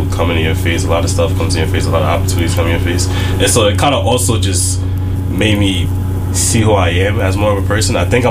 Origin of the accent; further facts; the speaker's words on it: Kingston, New York, United States; We're from Kingston, New York.